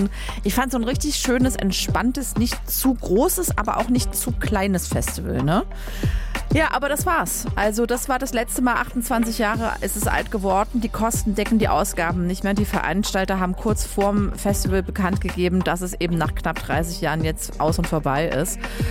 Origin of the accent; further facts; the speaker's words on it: Leipzig, Saxony, Germany; Bin ich als Leipzigerin ja kurz ein bisschen, naja, sächsische Provinz ist Leipzig jetzt nicht.